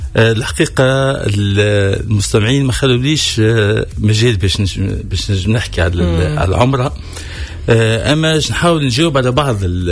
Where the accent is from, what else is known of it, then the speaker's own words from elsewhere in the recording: Tunisia; احنا توانسة